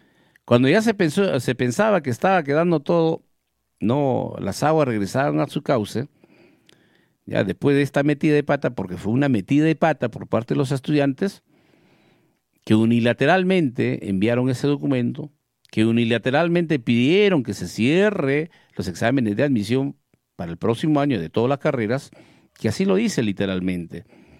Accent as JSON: {"language": "Spanish", "town": "Villa Rica", "region": "Pasco", "country": "Peru", "said": "mi pueblo de Villarrica."}